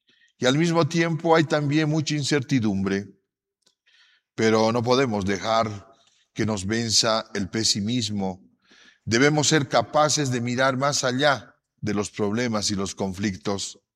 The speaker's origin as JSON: {"language": "Spanish", "country": "Bolivia"}